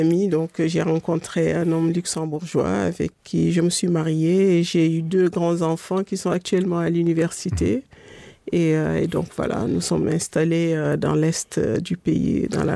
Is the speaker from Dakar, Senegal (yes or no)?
yes; Dakar, Senegal; born there